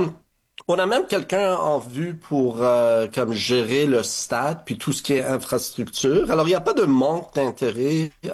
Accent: Montreal, Quebec, Canada

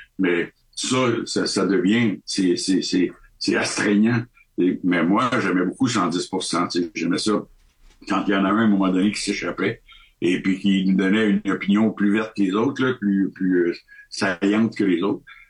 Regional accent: Canada; moi, je suis du Canada, je suis ici de passage

